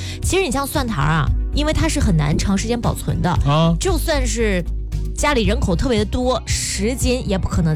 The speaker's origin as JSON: {"language": "Chinese", "region": "Henan", "country": "China", "said": "作为河南人说"}